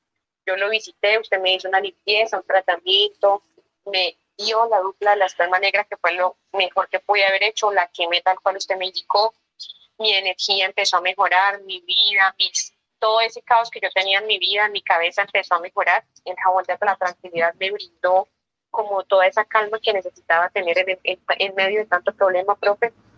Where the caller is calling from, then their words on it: Caparrapí, Cundinamarca, Colombia; Caparrapí, Cundinamarca.